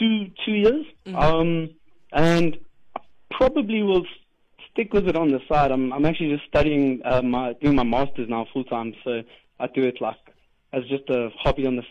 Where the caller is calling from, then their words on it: Pretoria, Gauteng, South Africa; Hatfield, Pretoria.